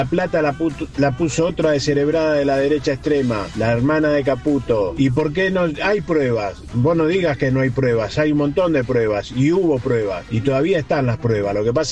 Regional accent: Presidencia Roque Sáenz Peña, Chaco, Argentina; Buen día, … … de Sáez Peña.

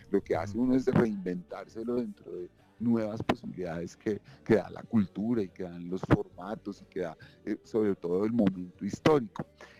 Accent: Huila, Colombia; a mí me encanta el Huila, crecí en el Huila, en la región arrocera, desde Neiva hasta San Agustín, y es un lugar maravilloso.

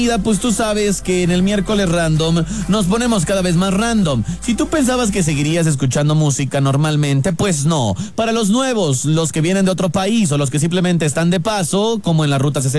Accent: Mexico; hay que unirnos como mexicanos

